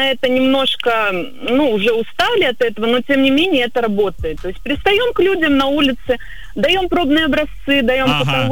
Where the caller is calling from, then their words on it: Khabarovsk, Khabarovsk Krai, Russia; я из Хабаровска.